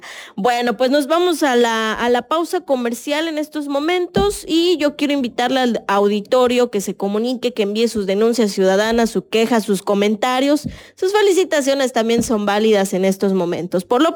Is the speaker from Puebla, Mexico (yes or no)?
no; Chiapas, Mexico; now in Tapachula, Mexico; todos somos chiapanecos.